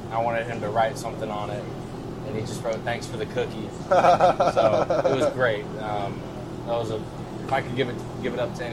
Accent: Tulsa, Oklahoma, United States; So I'm from the Tulsa area.

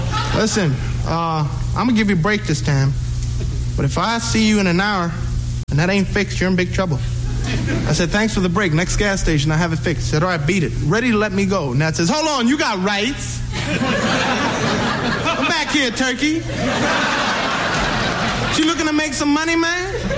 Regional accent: New York, United States; now in Los Angeles, United States; I'm not originally from L.A. I come from New York. I'm one of the New York Puerto Ricans.

